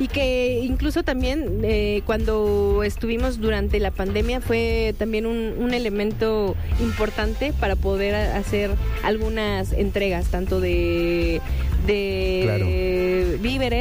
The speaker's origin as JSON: {"language": "Spanish", "country": "Mexico", "said": "estos deportistas que como mexicanos nos están representando"}